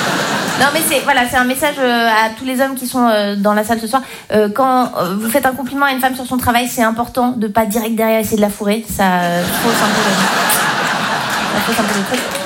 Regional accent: Romandy, Switzerland

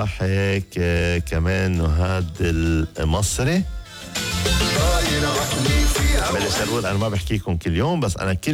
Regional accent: Saksakiyeh, South Governorate, Lebanon; أنا من الجنوب من السكسكية، تحية لك يا جود ولكل أهالي الجنوب.

